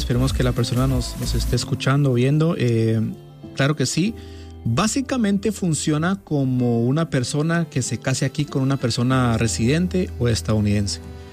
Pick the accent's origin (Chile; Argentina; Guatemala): Guatemala; now in United States; yo como guatemalteco